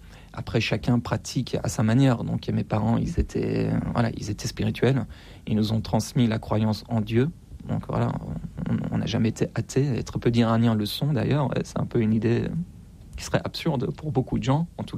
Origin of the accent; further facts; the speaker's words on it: Iran; Moi, j'ai grandi en Iran sous Ahmadinejad, Khatami, Rouhani, donc des présidents conservateurs et réformateurs.